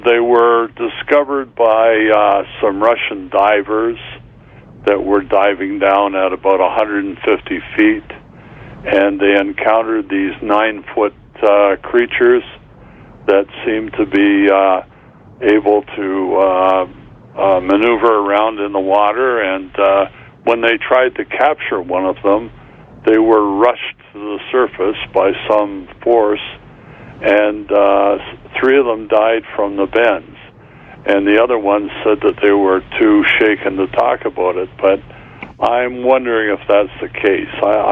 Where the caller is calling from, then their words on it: Brantford, Ontario, Canada; I'm calling from Brantford.